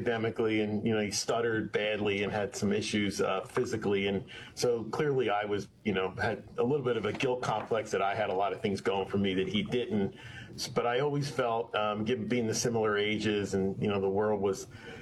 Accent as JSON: {"language": "English", "town": "Oakland", "region": "New Jersey", "country": "United States", "tie": "born or raised there", "said": "I'm from this little suburban town in New Jersey called Oakland. I grew up in a small bungalow in a neighborhood."}